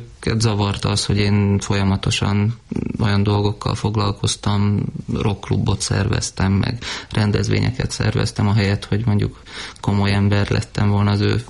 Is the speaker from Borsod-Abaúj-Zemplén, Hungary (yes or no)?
no; Gödöllő, Pest, Hungary; mi is gyerekkoromban egy ideig Gödöllön laktunk